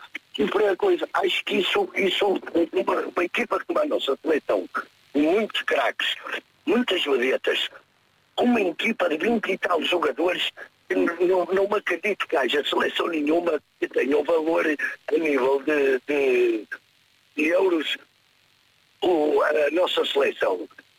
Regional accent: Matosinhos, Porto, Portugal; Olá, bom dia. … sou de Matosinhos.

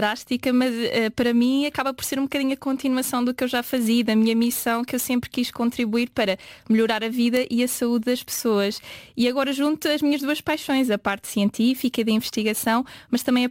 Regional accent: Lisbon, Portugal; moved away as an adult; also born or lived in Netherlands; now in Faro, Portugal; eu tenho 29 anos, sou de Lisboa, mas agora vivo em Faro.

